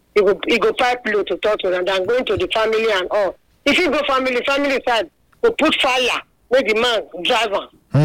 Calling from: Abuja, Federal Capital Territory, Nigeria; I am a mother from Abuja.

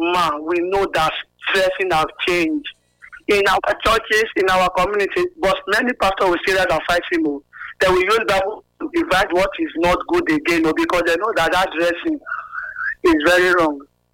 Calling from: Benin City, Edo, Nigeria; I'm calling from Benin City.

